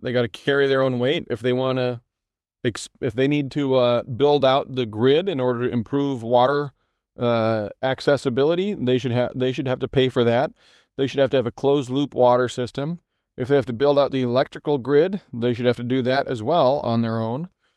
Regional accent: Decorah, Iowa, United States; growing up in Decorah, all those river counties, we were over in Almaquia County.

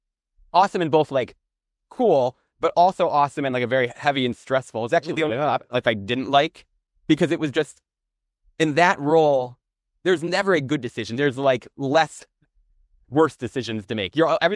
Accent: Midwest, United States; as a Midwesterner

